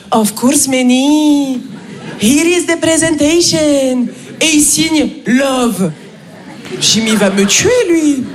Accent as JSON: {"language": "French", "country": "France", "said": "je suis française. Il y a quelques années de ça, je vivais aux Émirats Arabes Unis."}